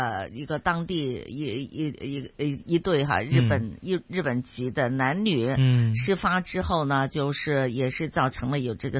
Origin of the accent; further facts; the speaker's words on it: Hong Kong; 在日本发生也是我们香港人了，